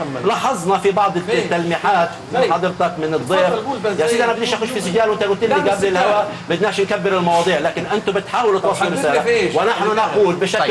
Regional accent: Palestine

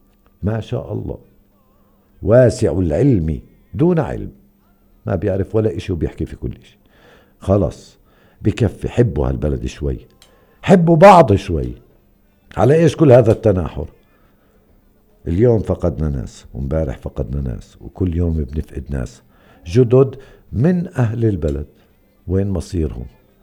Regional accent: Palestine

